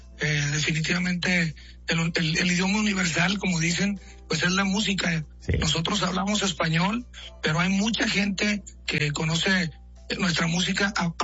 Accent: Mexico; hay mucha gente que ha hecho música y que obviamente como mexicanos conocemos su trayectoria y su legado en la música

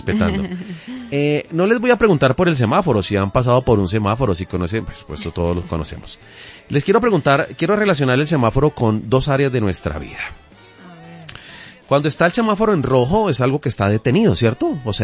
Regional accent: Bogotá, Colombia; Entonces yo, por eso soy, yo no soy cachaco, yo soy rolo.

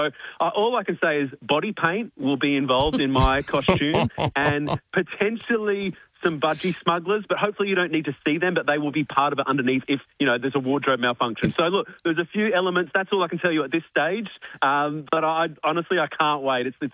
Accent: Adelaide, South Australia, Australia; moved away; I'm from Adelaide and I've lived in WA.

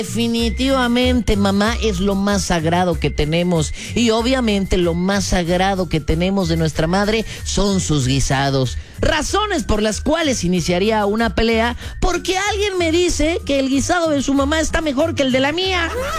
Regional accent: Veracruz, Mexico; Como buen jarocho, obviamente me gusta presumir las cosas que hay en nuestro bello puerto.

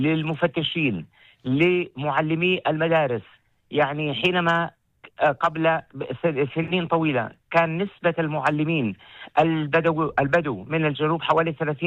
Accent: Southern District, Israel; بمعنى أين مسؤوليتي أنا ابن النقب، ابن هذه الأرض، نعم، ابن هذه البلاد، ابن هذا المجتمع؟

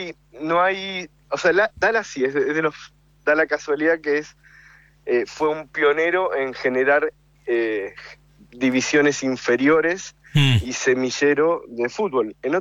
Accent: Buenos Aires, Argentina; No, no, nací en La Boca, pero viví siempre en Núñez, Belgrano.

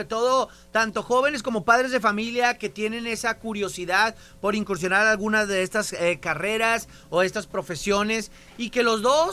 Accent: Mexico; soy más mexicano que el nopal.

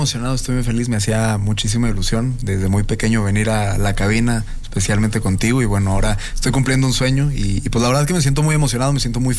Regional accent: Monterrey, Nuevo León, Mexico; Estuve en un reality show en Monterrey, yo soy de Monterrey, Nuevo León.

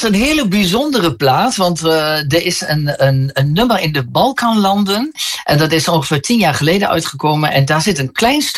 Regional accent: Groenlo, Gelderland, Netherlands; En ik kom uit Groenlo, dat is een plaatsje in de Achterhoek.

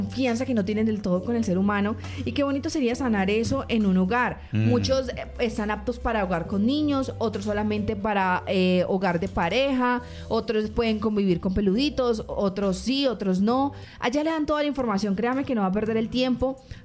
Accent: Cali, Valle del Cauca, Colombia; así que también aportemos eso como buenos caleños que somos.

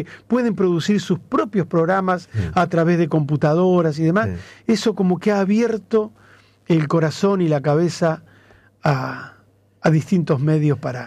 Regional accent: Rosario, Santa Fe, Argentina; Somos la segunda ciudad del país

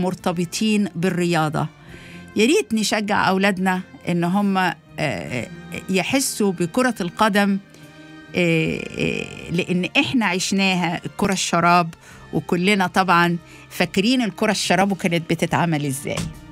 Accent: Egypt; احنا فخورين بيكم لانكم انتوا جزء مننا، واحنا كلنا جزء من مصر

